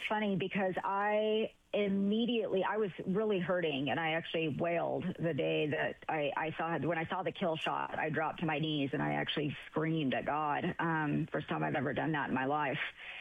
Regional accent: California, United States; I grew up in Southern California

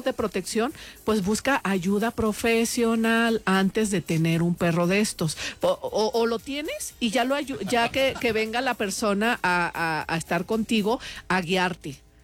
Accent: Guadalajara, Jalisco, Mexico; soy tapatía

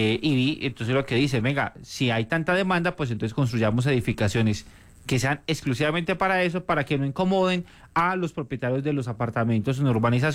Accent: Medellín, Antioquia, Colombia; todos los habitantes de Medellín somos los dueños de EPM.

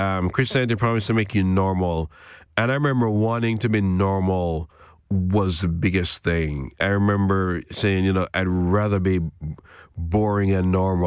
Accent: Portmore, Saint Catherine Parish, Jamaica; Well, I was Kingston adjacent, actually. I was in a suburb called Portmore.

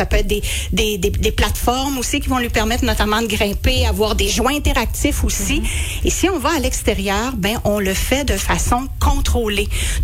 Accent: Quebec, Canada; Si on ramène ça chez nous au Québec, on parle entre 20 et 200 millions d'oiseaux.

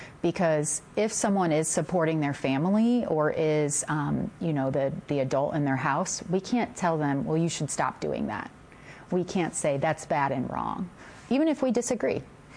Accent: Ohio, United States; now in Cincinnati, United States; And so I'm from Northwest Ohio, and mm-hmm. that's where I was born and raised.

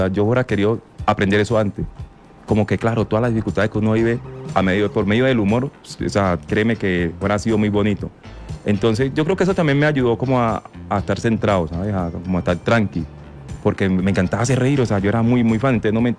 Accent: Antioquia, Colombia; Porque uno dice, ah, yo soy de Urabá.

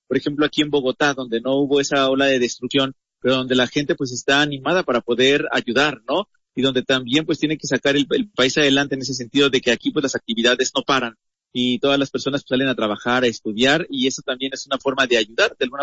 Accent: Mexico; Porque a lo mejor ustedes dirán, bueno, somos mexicanos, no nos afecta.

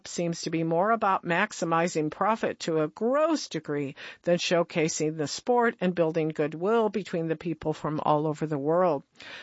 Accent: United States; I'm sad to say that I will not be attending the 2026 World Cup in my home country, though.

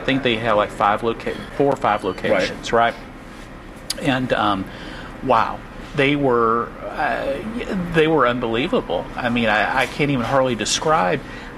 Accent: Atlanta, Georgia, United States; moved away as an adult; also born or lived in Virginia; I grew up in Atlanta. I've lived in Virginia now for going on 40 years, so this is really home.

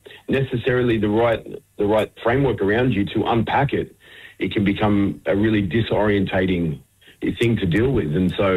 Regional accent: Sydney, New South Wales, Australia; And I grew up down in Sydney, but I was, nurtured by, predominantly around Redfern, Waterloo and that area growing up.

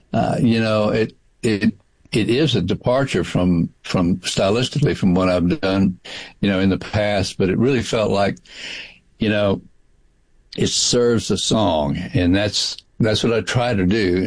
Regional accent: Houston, Texas, United States; now in San Marcos, United States; born and raised in Houston in the flatlands, you know, being up here in Austin area, in the Hill Country area, we're in San Marcos now.

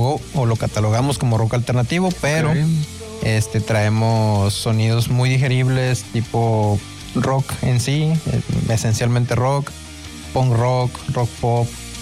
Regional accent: Linares, Nuevo León, Mexico; Todos somos de Linares, sí.

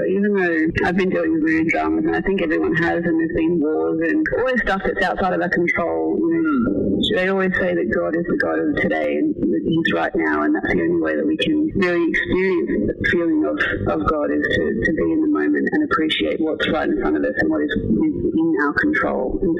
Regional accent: Victoria, Australia; moved away as an adult; also born or lived in Queensland; I'm actually from Victoria. I grew up there. I was born in the country. I was born in the country and spent 10 years in Melbourne Melbourne at uni. I spent 10 years in Queensland

